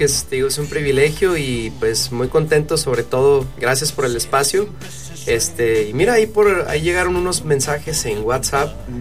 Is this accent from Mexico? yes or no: yes; Saltillo, Coahuila, Mexico; por Saltillo, que es aquí donde nací